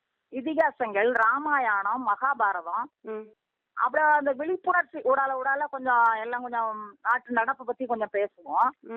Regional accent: Thoothukudi district, Tamil Nadu, India; now in Kokkirakulam, Tirunelveli district, India; எங்க நான் பிறந்த ஊரு தூத்துக்குடி மாவட்டம் உடக்குடிங்கிற கிராமம்.

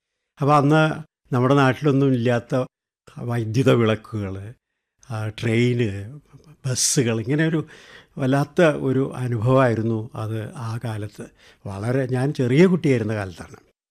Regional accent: Pattambi, Kerala, India; born there; moved away as an adult; also born or lived in Thrissur / Thenhipalam; now in Kozhikode, India; ഞാൻ ജനിച്ചത് പട്ടാമ്പിക്കടുത്തുള്ള പെരുമുടിയൂർ എന്നുള്ള ഒരു കൊച്ചു ഗ്രാമത്തിലാണ്.

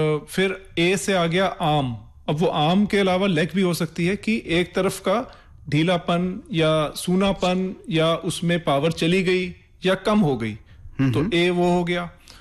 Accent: Punjab, India; मैं पंजाब से हूँ

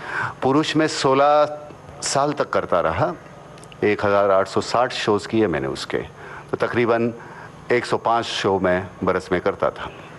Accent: Murud, Maharashtra, India; मेरा बचपन गांव में बीता, मुरूर जंजिरा में, पहली से सातवीं तक।

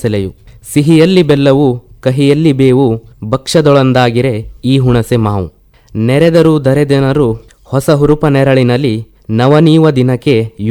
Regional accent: Karnataka, India; ಮಲೆನಾಡಿನ ಪರಿಸರವೇ ನನ್ನನ್ನು ಸಾಹಿತ್ಯ ಲೋಕಕ್ಕೆ ಎಳೆದೊಯ್ಯುವಂತೆ ಮಾಡಿದ್ದು. ಆ ಮಲೆನಾಡಿನಲ್ಲಿ ನಾನು ಪ್ರತಿನಿತ್ಯ ಅನುಭವಿಸ್ತಕ್ಕಂತಹ ಒಂದು ಹಸಿರಿನ ಒಂದು ವಾತಾವರಣ ಇರಬಹುದು

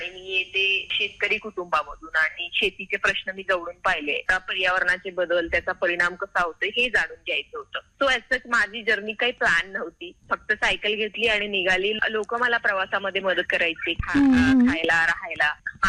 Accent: Yavatmal, Maharashtra, India; माझा जिल्हा यवतमाळ येतो पण मी चंद्रपूरला तिकडे शिकायला गेले

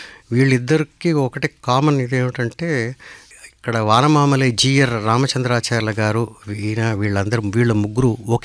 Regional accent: Chennai, Tamil Nadu, India; నేను తమిళనాడులోనే పుట్టాను, పెరిగాను, ఇప్పుడు మీ ముందు కూర్చుని ఇలా స్వచ్ఛంగా తెలుగులో మాట్లాడుతున్నాను

